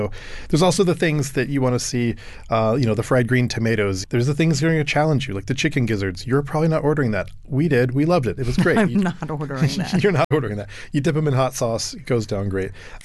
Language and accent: English; Alabama, United States; And I grew up in Alabama, so I can say I know a little bit about Southern food.